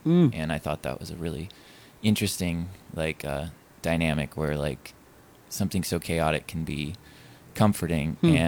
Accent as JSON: {"language": "English", "town": "El Paso", "region": "Texas", "country": "United States", "tie": "born there", "said": "I was born in El Paso, Texas"}